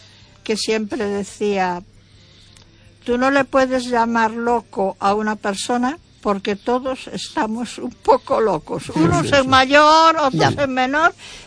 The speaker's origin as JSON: {"language": "Spanish", "region": "Galicia", "country": "Spain", "said": "Yo, perdona la audiencia, soy gallega."}